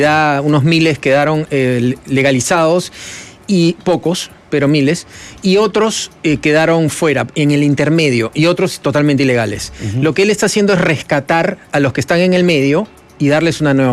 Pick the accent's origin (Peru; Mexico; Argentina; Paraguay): Peru; cuando nosotros miramos 15.000 como peruanos